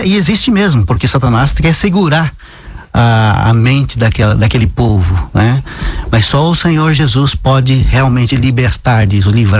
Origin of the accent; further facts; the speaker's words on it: Brazil; first language Terena; Portuguese is a second language; Nasci e eu falava só a língua dos índios Terenas. Quando eu era pequeno, eu não entendia nada de português, né? Eu precisei depois aprender